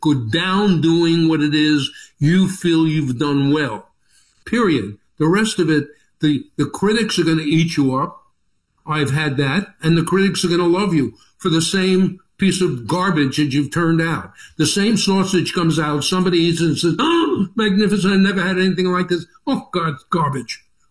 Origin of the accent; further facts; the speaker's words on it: New York, United States; I'm a New Yorker, so I had to call everybody